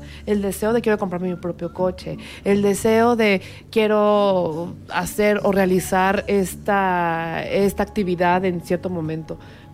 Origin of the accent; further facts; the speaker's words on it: Mexico; Que en este caso pues somos mexicanos